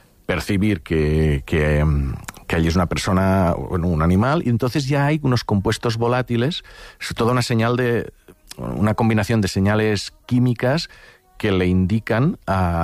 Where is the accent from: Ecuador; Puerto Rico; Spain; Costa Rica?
Spain; Catalonia